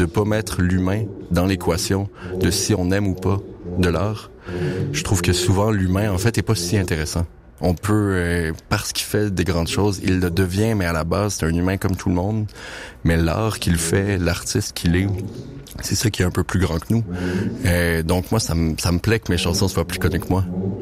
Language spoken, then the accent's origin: French; Montreal, Quebec, Canada; je viens de Montréal.